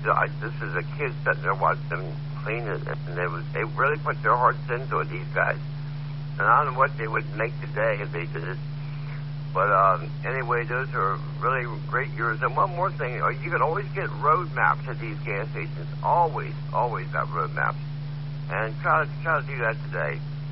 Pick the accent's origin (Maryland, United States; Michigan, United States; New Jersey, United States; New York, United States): Maryland, United States; Hagerstown; I remember very well growing up in Hagerstown, Maryland, back in the 1960s.